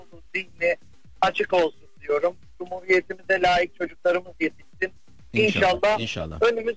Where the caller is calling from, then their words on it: Istanbul, Turkey; İstanbul'dan